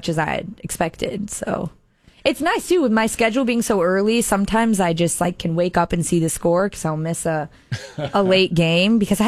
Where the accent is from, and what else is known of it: Chicago, Illinois, United States